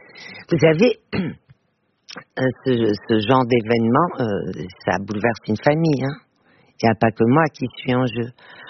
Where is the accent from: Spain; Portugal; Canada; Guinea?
Portugal; first language Portuguese; French is a second language; also born or lived in Belgium / France; Oui, en famille, c'est ma langue maternelle.